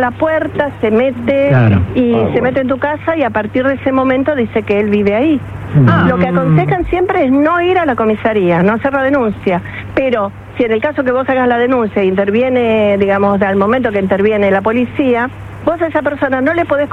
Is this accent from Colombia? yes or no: no; Argentina; now in Spain; siempre con los argentinos hay esa diferenciación y en Cataluña siempre me lo han marcado. Y cuando yo voy a algún lugar, ¡ay, qué lindo sos argentina, qué lindo que hablas!